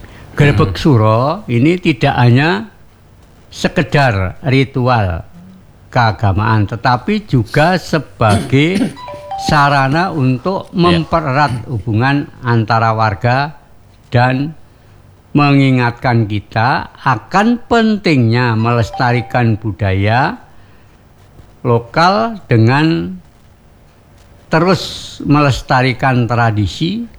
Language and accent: Indonesian; Java, Indonesia; Kebetulan kami sebagai orang Jawa di sini ditunjuk sebagai budayawan Jawa